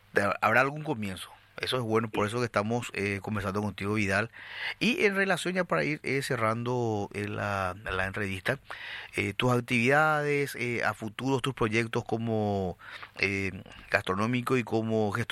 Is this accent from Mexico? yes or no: no; Paraguay; tenemos que siempre ir posicionando esa cultura y decir que somos nosotros, que de Paraguay nace prácticamente la gastronomía regional.